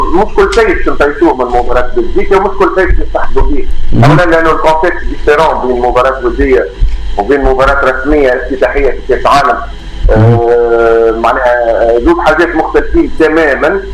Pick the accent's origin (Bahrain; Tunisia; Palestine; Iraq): Tunisia; احنا كمنتخب تونسي،